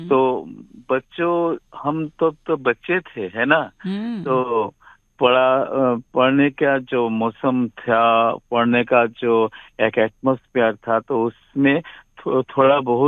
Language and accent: Hindi; Ram Krishna Nagar, Assam, India; मेरा गांव का नाम है राम कृष्ण नगर, डिस्ट्रिक्ट है श्री भूमि, आसाम से ताल्लुकात है ना।